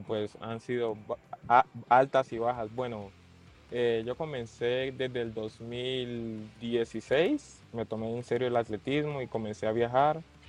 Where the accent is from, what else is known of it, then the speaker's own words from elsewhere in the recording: Cerrito, Valle del Cauca, Colombia; born there; now in Cali, Colombia; Nací en Cerrito, Valle del Cauca, y bueno, resido hace como 7 años en Cali.